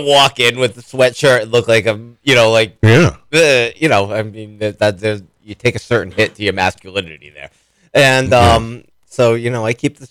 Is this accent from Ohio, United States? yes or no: no; Pawtucket, Rhode Island, United States; relocate from Pawtucket, where, you know, I grew up in Rhode Island.